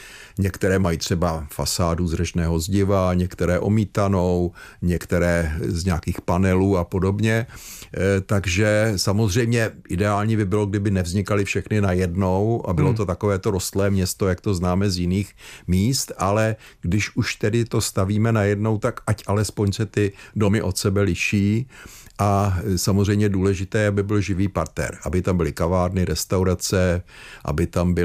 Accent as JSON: {"language": "Czech", "region": "Prague", "country": "Czechia", "tie": "born or raised there", "said": "Za mýho dětství v Praze bylo kolem stovky, dneska jich je asi 5."}